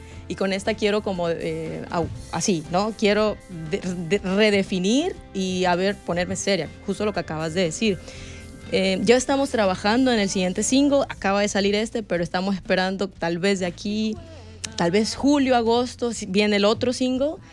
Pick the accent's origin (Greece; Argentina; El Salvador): El Salvador; San Salvador; born there; yo soy de aquí, del mero San Salvador.